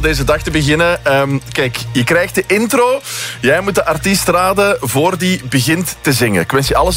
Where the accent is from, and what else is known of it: Belgium